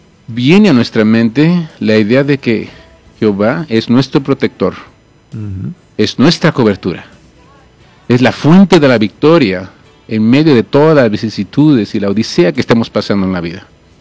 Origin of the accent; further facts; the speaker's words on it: Mexico; de nosotros como mexicanos